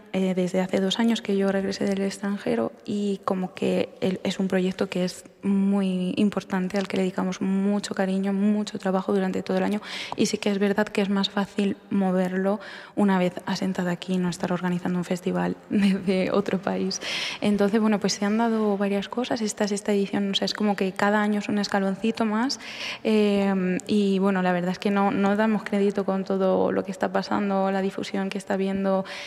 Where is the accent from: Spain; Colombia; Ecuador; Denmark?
Spain; Villarrobledo, Castilla-La Mancha; moved away as an adult; also born or lived in Madrid / Estonia / Netherlands